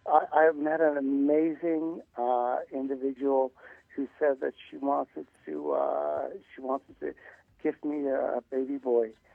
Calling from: Arizona, United States; Calling from Arizona, sir.

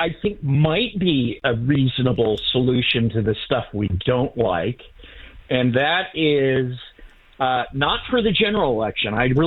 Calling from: Massachusetts, United States

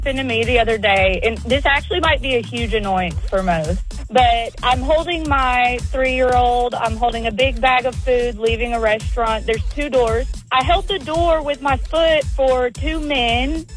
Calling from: the South, United States; we're from the South.

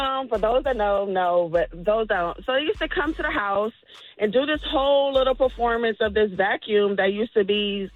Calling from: Los Angeles, California, United States; I'm calling from Watts, California.

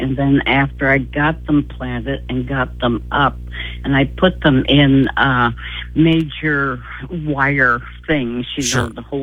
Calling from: Moline, Illinois, United States; from Moline.

